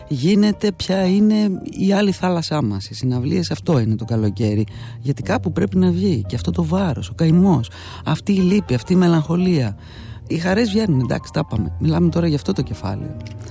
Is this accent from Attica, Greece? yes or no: yes; Piraeus, Attica, Greece; Το λέω ως Πειραιώτισσα, δικαιούμαι φαντάζομαι.